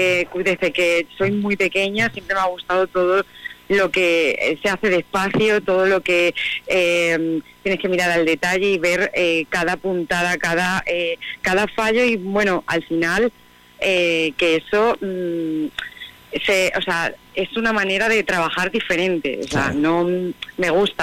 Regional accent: Extremadura, Spain; moved away as an adult; yo llevo viviendo en Ciudad Grande muchísimos años. Yo me fui de Extremadura con 18 y al final también me transmite eso, el volver a lo rural, el volver a mi casa, a mi pueblo, a Extremadura

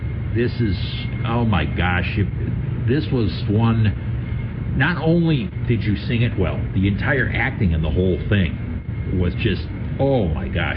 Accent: Chicago, Illinois, United States; now in Alaska, United States; See, I'm from Chicago.

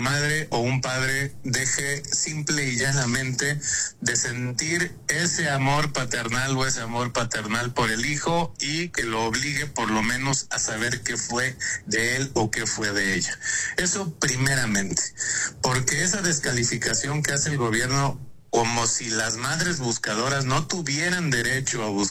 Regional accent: Mexico; mal como mexicano.

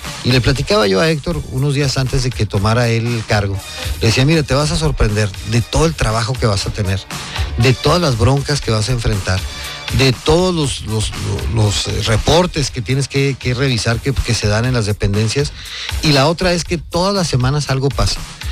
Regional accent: Ciudad Juárez, Chihuahua, Mexico; Mira, sin duda, Juanjo, yo nací en Juárez, uh-huh. pero no solo eso, me formé en sus escuelas públicas, yo crecí en las calles del centro de la ciudad.

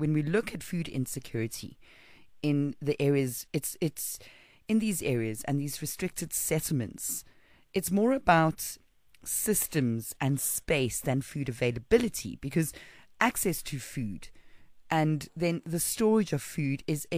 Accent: South Africa

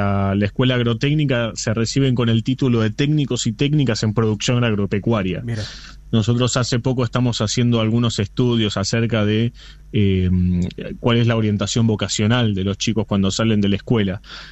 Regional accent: Buenos Aires, Argentina; No, yo soy de Buenos Aires.

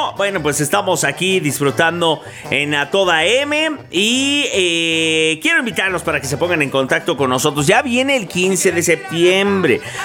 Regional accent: Mexico; orgullo de ser mexicanos.

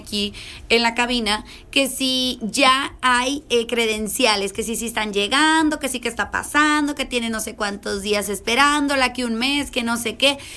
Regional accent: Mexico

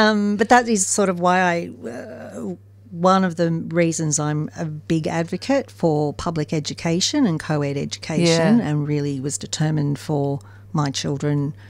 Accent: Newcastle, New South Wales, Australia; also born or lived in Sydney; Yeah. In Newcastle, New South Wales. I was born in Sydney and always knew that I was adopted from when I can remember.

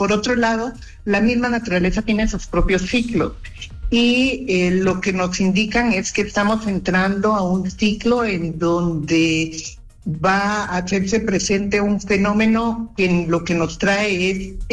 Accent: Guatemala City, Guatemala Department, Guatemala; aquí como buenos capitalinos

